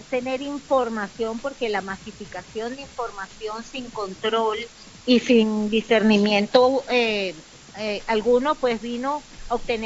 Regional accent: Venezuela; vamos a hablar específicamente de la identidad de lo que somos los venezolanos.

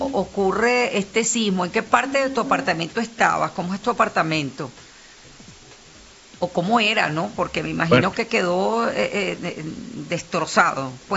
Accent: Venezuela; para todos nosotros los venezolanos, porque nos hemos conectado, bueno, como venezolanos con esta situación.

